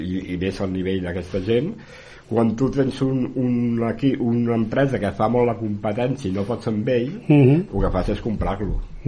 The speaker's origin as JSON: {"language": "Catalan", "town": "Sant Quintí de Mediona", "region": "Catalonia", "country": "Spain", "said": "Miri, que soc de Sant Quirze de Mediona i em penjaran."}